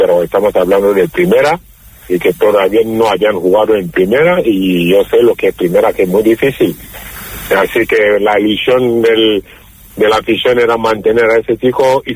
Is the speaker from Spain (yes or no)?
yes; Málaga, Andalusia, Spain; como malagueño y malaguista, sería un sueño volver a primera